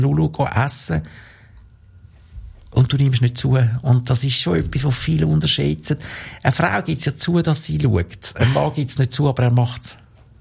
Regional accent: Switzerland; weil ich bin ein Schweizer

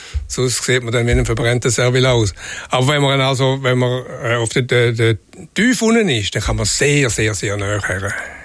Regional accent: Switzerland; Aber natürlich an sich als Schweizer ist es nicht gerade naheliegend, das stimmt natürlich auch.

